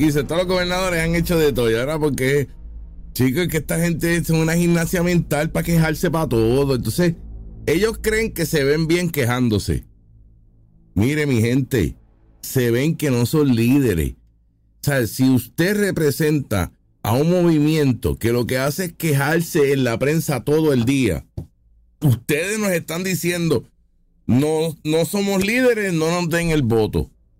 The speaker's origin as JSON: {"language": "Spanish", "country": "Puerto Rico", "said": "una realidad que vivimos los puertorriqueños"}